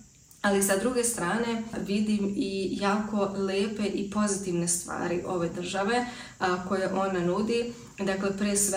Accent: Serbia; now in Austria; kao što bi imao, na primjer, kod nas u Srbiji u državnim bolnicama.

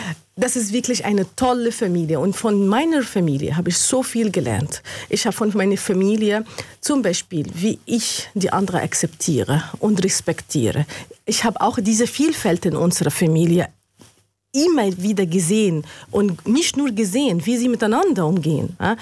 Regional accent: Heidelberg, Baden-Württemberg, Germany; born there; German is a second language; Genau, ich bin in Deutschland geboren, in Heidelberg.

